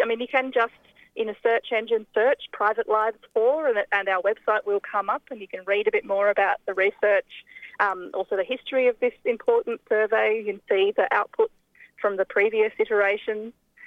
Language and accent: English; Tasmania, Australia; born or raised there